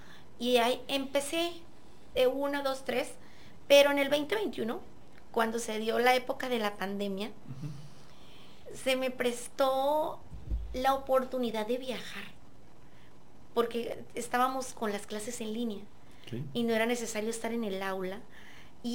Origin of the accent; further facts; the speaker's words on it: Huatabampo, Sonora, Mexico; moved away; Soy originaria de Guatabampo, Sonora, frontera con Sinaloa. Ya tengo desde el 2000 por estos rumbos.